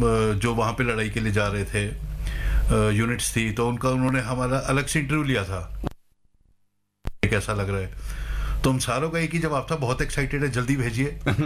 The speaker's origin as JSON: {"language": "Hindi", "town": "Rohtak", "region": "Haryana", "country": "India", "tie": "born or raised there", "said": "मैं रोहतक का रहने वाला हूँ"}